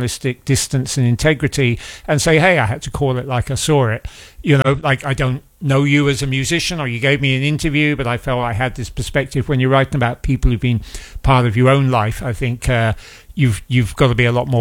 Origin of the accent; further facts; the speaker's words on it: London, United Kingdom; We grew up young in London in those days, in England. We really, really did.